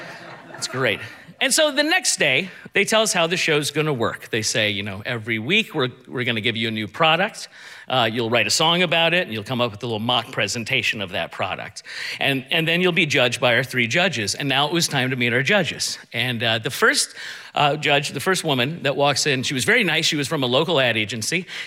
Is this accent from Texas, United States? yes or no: yes; Dallas, Texas, United States; also born or lived in Allentown, Pennsylvania; now in New York, United States; I was born in Allentown, Pennsylvania. Grew up in Dallas, Texas. Been in New York for the past 2 decades.